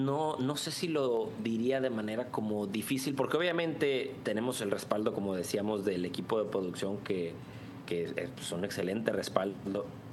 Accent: Sonora, Mexico; now in Los Angeles, United States; Yo crecí en México gran parte de mi vida, en una ciudad muy pequeña, en el estado de Sonora, en el norte de México.

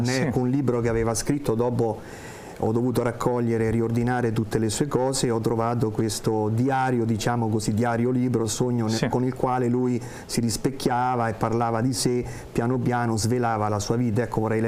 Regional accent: Ancona, Marche, Italy; moved away; Poi ho lasciato Ancona, si era trasferito, la mia città natale, senza dire niente a nessuno, neanche a quelli che mi conoscevano

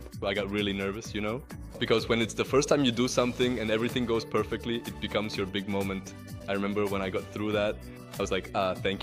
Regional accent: United States; We're going to be speaking Spanglish because we grew up in the United States.

